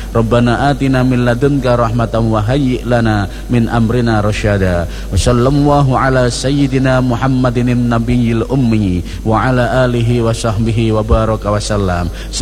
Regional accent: Surabaya, East Java, Indonesia; accent: East Javanese; Maka saya itu bisa keliling Indonesia itu karena logat saya yang ketahuan. Oh, ini orang Surabaya, ini logat Jawa Timuran.

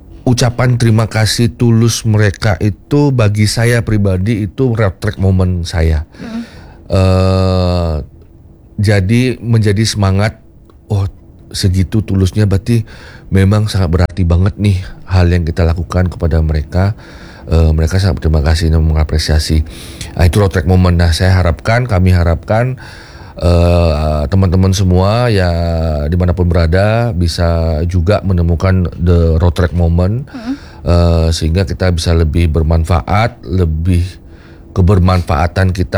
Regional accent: Bali, Indonesia; kita orang Bali

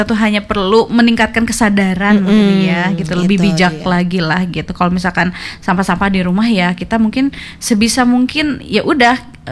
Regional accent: Bandung, West Java, Indonesia; kita sebagai warga Bandung

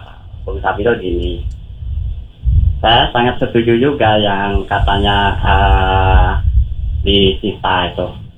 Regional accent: Bengkulu, Indonesia; born there; accent: West Java; Iya, apa namanya, logatnya aja Jawa Barat, lahirnya di Bengkulu.

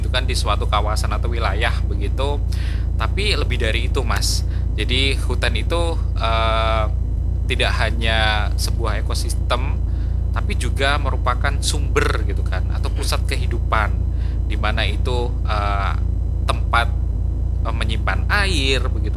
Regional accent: Java, Indonesia; berhubung saya juga orang Jawa begitu

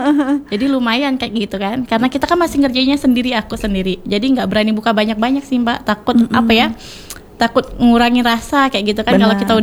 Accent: Palembang, South Sumatra, Indonesia; aku besarnya lahirnya di Palembang

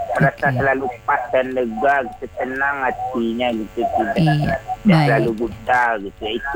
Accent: Surakarta, Central Java, Indonesia; Saya dari Jal Dalam dari Cibipo dengan Pusu Kota Solo.

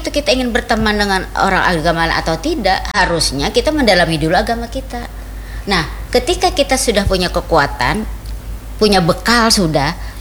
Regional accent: South Kalimantan, Indonesia; masyarakat kita orang Banjar

